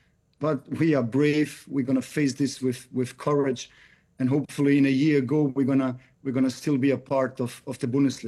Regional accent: Austria; English is a second language; also born or lived in Bosnia; now in Germany; I grew up in, I'm from Bosnia. You know, I grew up in Austria, but I'm from Bosnia.

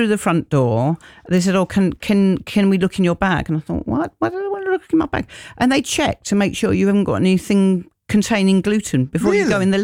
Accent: London, United Kingdom; I was brought up in Wandsworth

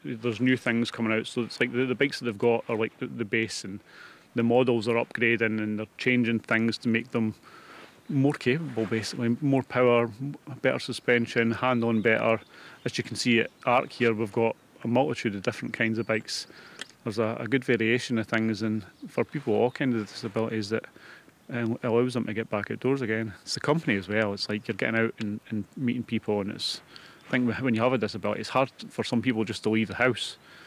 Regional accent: Blairgowrie, Scotland, United Kingdom; I'm from Blairgowrie.

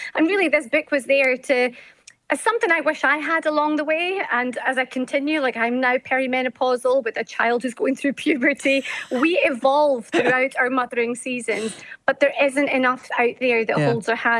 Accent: Glasgow, Scotland, United Kingdom; I grew up in the west end of Glasgow, a wee tenement flat. Had all my granny and granddad, my uncle, my auntie, all of us in this little flat. My dad had a wee corner shop.

